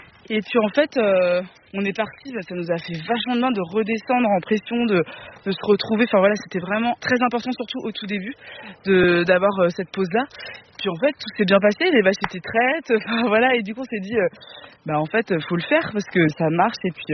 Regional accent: Centre-Val de Loire, France; On s'est installé loin de notre famille, moi je viens du Loir-et-Cher et mon conjoint il a grandi en région parisienne

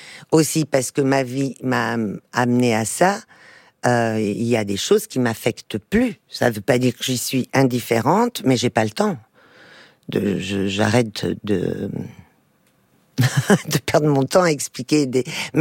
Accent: Portugal; born there; first language Portuguese; French is a second language; moved away; also born or lived in Belgium / France; je suis née au Portugal.

